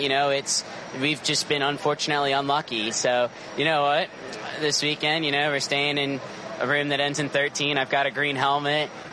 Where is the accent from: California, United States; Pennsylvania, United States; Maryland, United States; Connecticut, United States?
Connecticut, United States; Woodbury; growing up in Connecticut, there are so many good roads to choose from. I mean, you just take off any side street, especially where I lived in Woodbury.